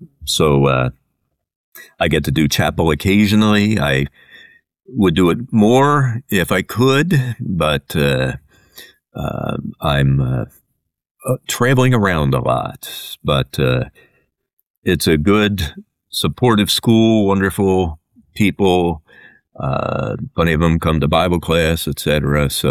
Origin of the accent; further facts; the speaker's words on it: Midwest, United States; now in New England, United States; I'm a Midwesterner